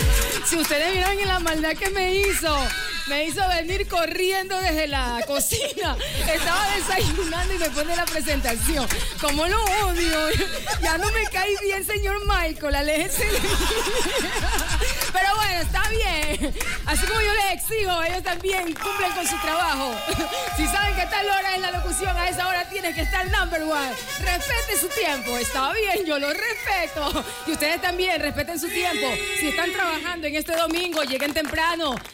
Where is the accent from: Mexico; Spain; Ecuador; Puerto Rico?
Ecuador; yo no soy argentina, boludo, yo soy ecuatoriana